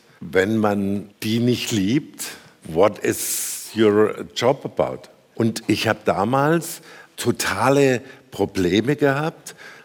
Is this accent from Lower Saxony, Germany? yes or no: no; Stuttgart, Baden-Württemberg, Germany; Ich bin geboren in Stuttgart.